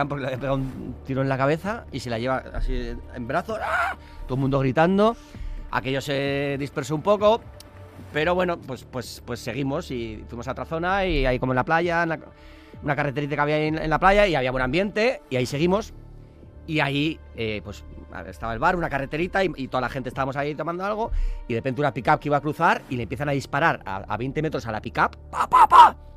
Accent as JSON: {"language": "Spanish", "town": "San Sebastián", "region": "Basque Country", "country": "Spain"}